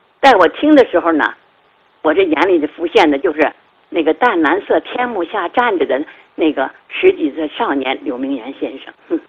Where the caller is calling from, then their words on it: Tianjin, China; 他有那么大成就，而且是从咱们天津走出去的